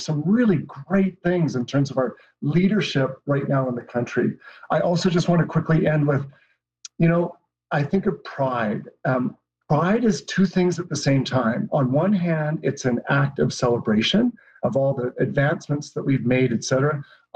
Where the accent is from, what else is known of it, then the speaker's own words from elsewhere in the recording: Canada; as a Canadian